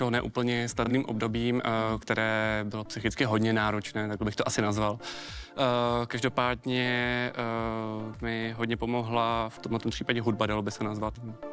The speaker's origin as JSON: {"language": "Czech", "region": "Prague", "country": "Czechia", "said": "jsem z Prahy, rád sleduju seriály, hraju hry"}